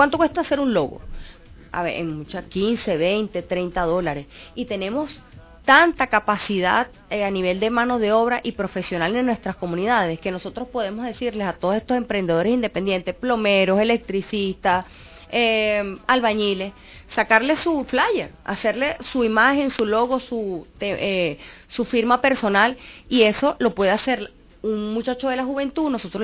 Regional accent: Venezuela

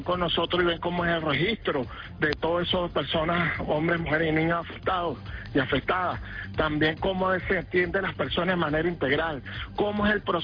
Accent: Caracas, Capital District, Venezuela; Nosotros, como pueblo venezolano, en este caso caraqueños y caraqueñas

